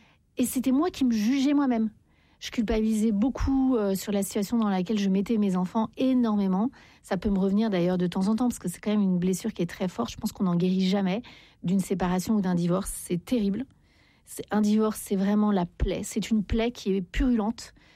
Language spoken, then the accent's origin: French; Paris, Île-de-France, France; Parfois vous savez, moi je suis parisienne, on râle beaucoup, les gens sont pas sympas parfois dans le métro.